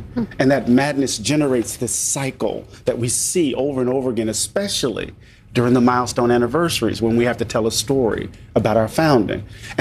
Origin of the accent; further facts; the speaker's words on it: Moss Point, Mississippi, United States; Well, I'm from Mississippi.